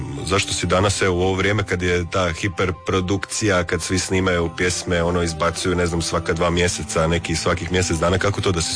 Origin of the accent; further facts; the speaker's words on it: Našice, Osijek-Baranja County, Croatia; now in Osijek, Croatia; Svi smo mi odavde, i ja sam isto iz Našica rodom